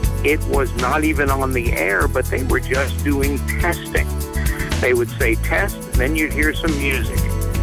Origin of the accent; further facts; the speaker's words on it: New York, United States; now in Lawton, United States; I grew up in New York, but when I came to Oklahoma, I was excited